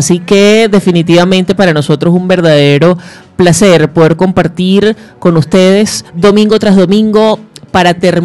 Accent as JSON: {"language": "Spanish", "country": "Venezuela", "tie": "born or raised there", "said": "Crecimos con estos temas en Venezuela"}